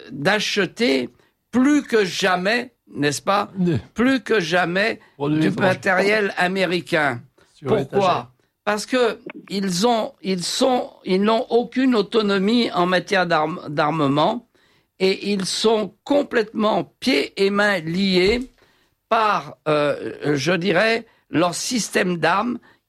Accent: France; chez nous, en France

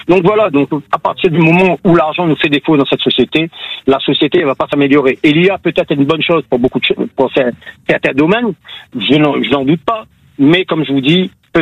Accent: Réunion, France; now in Canet-en-Roussillon, France

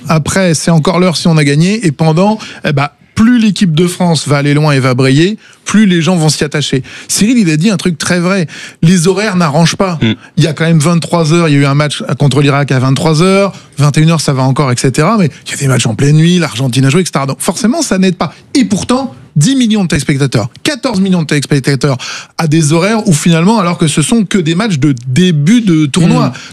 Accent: Belgium; Des fois, quand on est belge, on brille pas et on sort pas.

